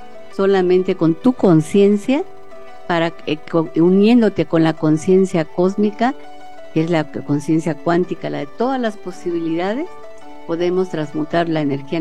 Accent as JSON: {"language": "Spanish", "country": "Mexico"}